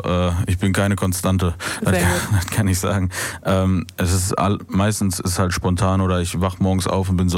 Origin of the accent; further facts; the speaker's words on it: North Rhine-Westphalia, Germany; ich komme aus dem Ruhrpott